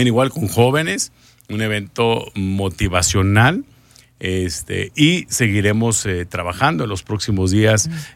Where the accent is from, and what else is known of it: Mexico